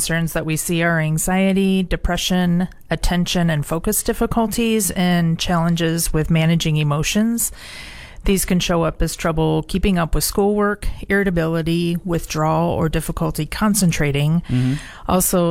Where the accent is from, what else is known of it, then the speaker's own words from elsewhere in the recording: Columbus, Nebraska, United States; My background is that I grew up in Columbus, Nebraska.